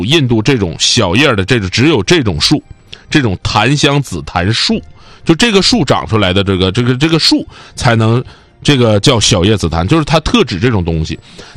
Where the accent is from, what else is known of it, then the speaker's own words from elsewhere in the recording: Northeast China, China; 我想我们东北人再有口音也不至于啊